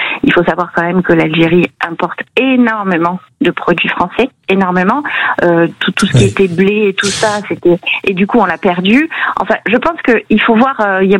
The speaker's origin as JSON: {"language": "French", "country": "France", "tie": "born there", "said": "Alors moi, je suis née en France. Je suis née en France. Mes parents sont d'origine algérienne."}